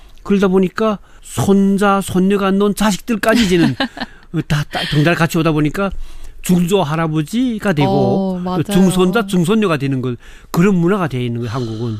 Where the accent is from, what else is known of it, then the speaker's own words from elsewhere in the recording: North Korea; now in South Korea; 제가 살아봤으니까 알잖아요.